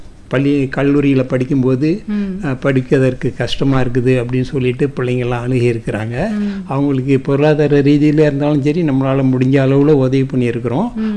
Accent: Karaikal, Puducherry, India; born there; நான் 1952 பிறந்தேன். 1952 முதியோர்களை கேட்டால் தெரியும், ஒரு மிகப்பெரிய புயல் அடிச்சு காரைக்காலை புரட்டி போட்டுடுச்சு.

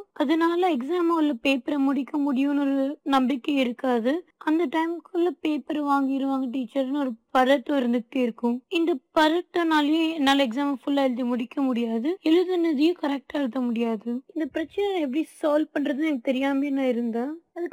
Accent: Coimbatore, Tamil Nadu, India; எனக்கு வயசு 17. நம்ம கோயம்புத்தூர்லதான் நான் பிறந்து வளர்ந்தேன். இங்கதான் நான் 8th class வரைக்கும் படிச்சேன்.

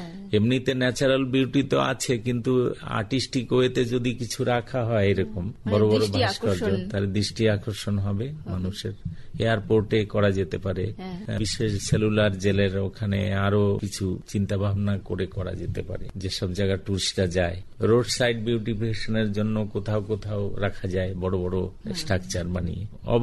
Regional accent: Ramnagar, West Bengal, India; born there

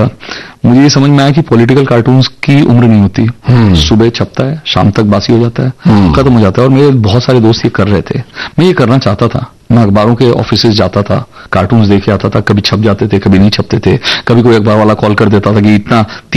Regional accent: Matabira, Odisha, India; also born or lived in Bhilai; तब तक हम उड़ीसा शिफ्ट हो चुके थे भिलाई से, और ये बहुत छोटा सा गांव था, इसका नाम माताबिरा है। मतलब वहां पर … माताबिरा लिख के चिट्ठी डालिए मेरे घर आ जाती थी

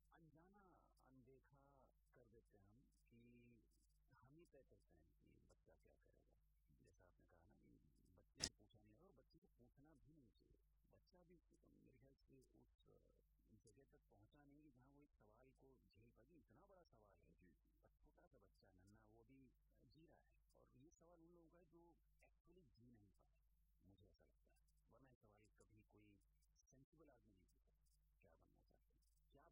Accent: Delhi, India; मैं दिल्ली में पैदा हुआ, पला बड़ा वहीं पर

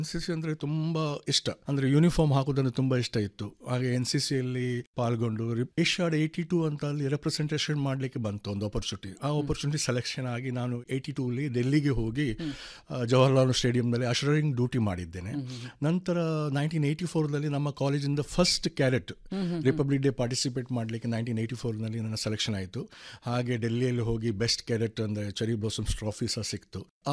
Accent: Kanhangad, Kerala, India; born or raised there; moved away

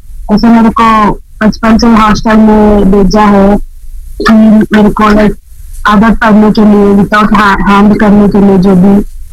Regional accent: Andhra Pradesh, India; मैं आंध्र प्रदेश से हूं

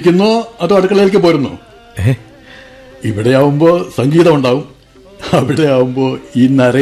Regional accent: Palakkad, Kerala, India; Just for one week. തനിക്ക് ഇഷ്ടപ്പെടുന്ന കുറച്ചൊക്കെ എന്റെ നാട്ടിലുണ്ടടൂ.

